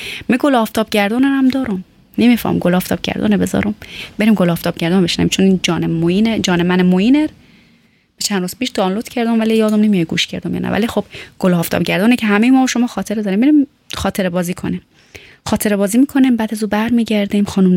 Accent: Tehran, Tehran Province, Iran; چون همیشه گفتم متولد ایران هستم، خود در کوچه پس کوچه های تهران میدیدم و سرگرم بازی و شیطنت و راه مدرسه

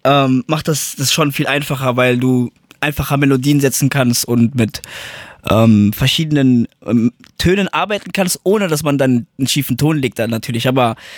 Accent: Frankfurt am Main, Hesse, Germany; also born or lived in Gelnhausen; ich bin mittlerweile 28 Jahre, das sieht man mir nicht an. Ich sehe sehr, sehr jung aus, aber ich bin in Gelnhausen geboren und lebe in Frankfurt am Main seit, keine Ahnung, 26 Jahren ungefähr.

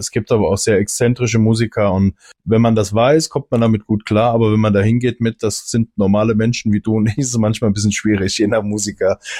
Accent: Hattenrod, Hesse, Germany; Und die waren jetzt bei mir in meinem Heimatort in Hattenrod vor ein paar Monaten, haben da wieder mal gespielt.

